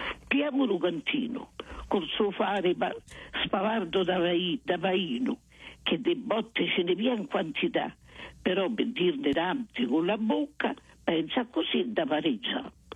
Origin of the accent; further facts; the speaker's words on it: Rome, Lazio, Italy; Mia città natale, dove sono nata.